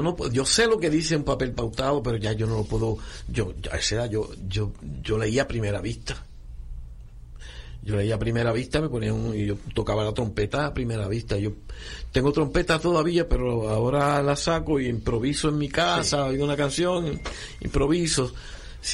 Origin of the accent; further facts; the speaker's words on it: Manatí, Puerto Rico; moved away as an adult; also born or lived in Santurce, San Juan; now in Vega Baja, Puerto Rico; No, yo nací en Villa Palmera, Santurce, me criaron en Manatí.